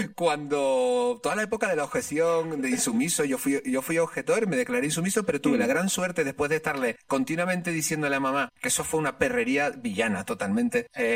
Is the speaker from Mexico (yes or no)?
no; La Palma, Canary Islands, Spain; en La Palma, desde donde yo soy, eran latinos heavy.